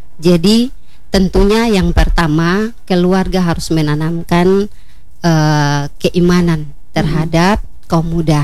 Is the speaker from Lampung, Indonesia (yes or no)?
no; Malaka, East Nusa Tenggara, Indonesia; khususnya yang di Malaka dulu ya, karena saya dari Malaka.